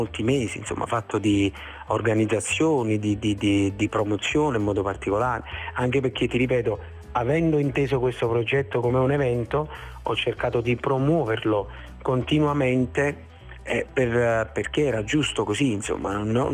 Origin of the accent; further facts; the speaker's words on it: Campania, Italy; born there; io sicuramente sono nato in un posto meraviglioso, che insomma è la campagna, no?